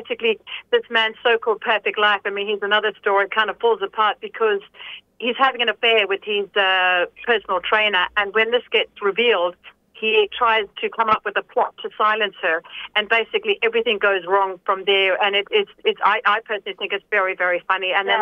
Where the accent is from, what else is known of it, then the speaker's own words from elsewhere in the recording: Cape Town, Western Cape, South Africa; not only was it shot in Cape Town, my hometown, and it shows beautiful, you know, images of the city